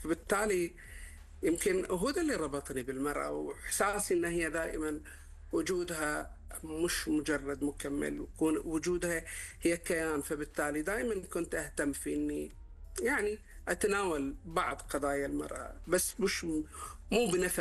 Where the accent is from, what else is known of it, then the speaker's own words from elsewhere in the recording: Eastern Province, Saudi Arabia; كوني يمكن انا عشت في بيت، يعني كان بيت بسيط جدا مثل كل بيت يعني في المملكه العربيه السعوديه وفي شرق المملكه